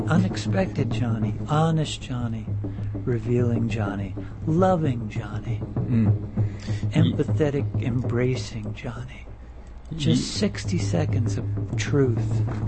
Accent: Kearney, New Jersey, United States; born there; I was born in Kearney, New Jersey.

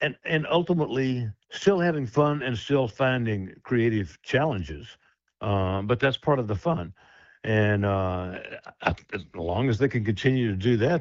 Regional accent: the South, United States; And growing up in the South, it's like in the South, the Civil War almost never ended.

